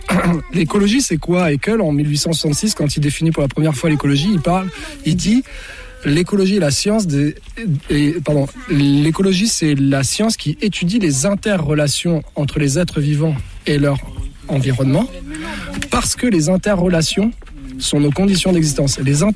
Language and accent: French; the Alps, France; Nous, on vient des Alpes, on a 20 ans d'expérience en nature